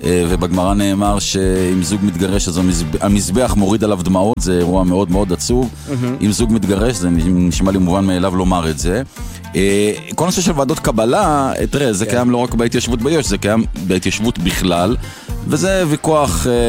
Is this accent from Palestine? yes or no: yes; Beit El, West Bank, Palestine; אני גדלתי בבית אל